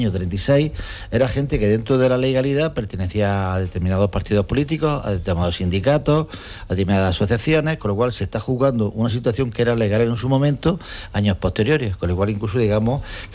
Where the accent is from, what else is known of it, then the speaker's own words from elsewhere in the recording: Almería, Andalusia, Spain; pero los que somos de Almería de pura cepa